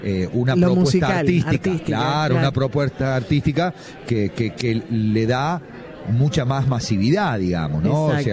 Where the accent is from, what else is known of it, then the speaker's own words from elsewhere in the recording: Jesús María, Córdoba, Argentina; Somos de Jesús María